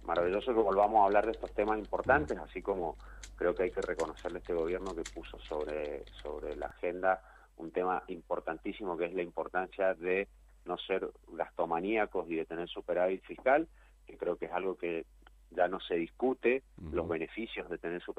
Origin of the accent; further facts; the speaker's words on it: Argentina; que eso es lo que también tenemos que entender como argentinos.